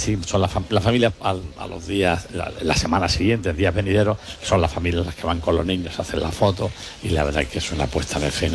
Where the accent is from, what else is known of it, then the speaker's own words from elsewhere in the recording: Vícar, Andalusia, Spain; como somos la gente de Vícar, gente que procuramos la amistad, la concordia y el buen entendimiento.